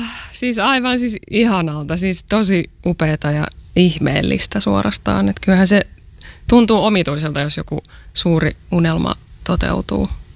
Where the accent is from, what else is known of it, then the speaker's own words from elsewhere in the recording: Vantaa, Uusimaa, Finland; Mä oon ite Vantaalta kotoisin